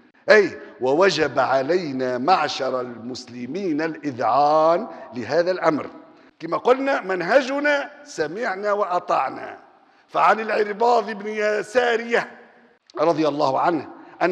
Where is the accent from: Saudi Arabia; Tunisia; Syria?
Tunisia; بلادنا تونس